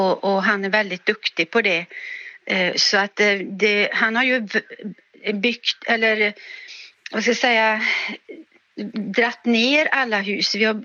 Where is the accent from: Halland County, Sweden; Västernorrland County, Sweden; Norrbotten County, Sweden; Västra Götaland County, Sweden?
Västra Götaland County, Sweden; Uddevalla; born there; now in Öland, Sweden; Ja, jag är egentligen född i Uddevalla. Men så träffade jag ju en man från Småland. Och han hade börjat bygga här nere på Öland.